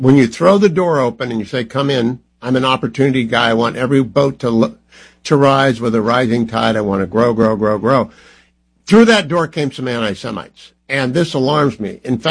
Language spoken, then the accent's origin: English; Midwest, United States; I am an establishment Republican. I'm from the Midwest.